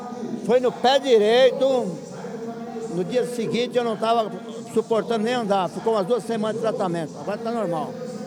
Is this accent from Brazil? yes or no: yes; São Paulo, Brazil; now in Ferraz de Vasconcelos, Brazil; Eu sou aqui do Ipiranga, mas estou residindo em Ferraz de Vasconcelos.